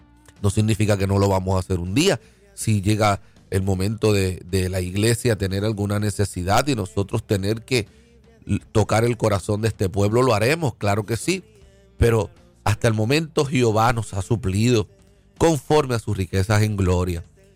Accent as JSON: {"language": "Spanish", "country": "Puerto Rico"}